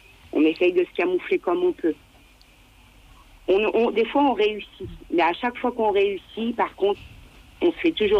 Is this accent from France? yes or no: yes; France; en tant que voyageur, et pourtant qu'on est français